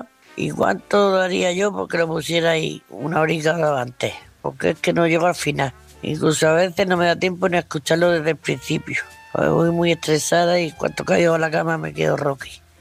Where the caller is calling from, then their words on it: Murcia, Region of Murcia, Spain; de Murcia